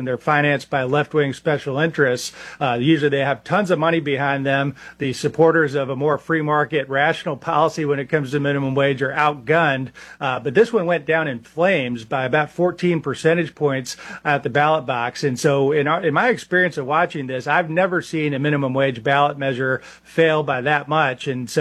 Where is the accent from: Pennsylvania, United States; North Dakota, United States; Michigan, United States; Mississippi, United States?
Michigan, United States; Hey, you know, I still got hope in my home state because of Speaker Hall. You've had him on your show several times, and he is really leading a comeback when it comes to common sense policy in Michigan